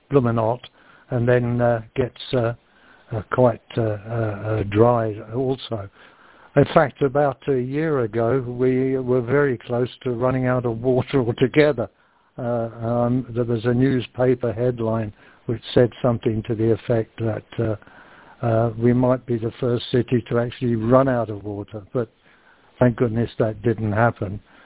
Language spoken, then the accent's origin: English; London, United Kingdom; born there; I was born in London, so I've quite an interest in it, and I do keep in touch with my daughter, who is resident in Brighton.